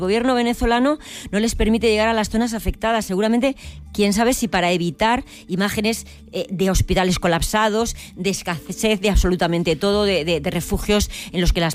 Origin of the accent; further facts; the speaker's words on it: Murcia, Region of Murcia, Spain; No, yo soy de Murcia.